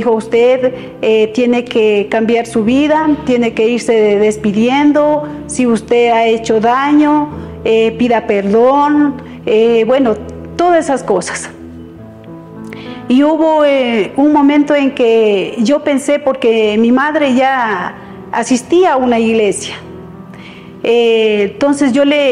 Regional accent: Carchi, Ecuador; now in Quito, Ecuador; Yo vine del Carchi aquí a Quito, donde me enfrenté a muchos riesgos sin tener a nadie aquí.

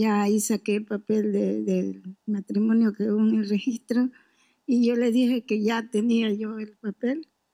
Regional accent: Uruguay

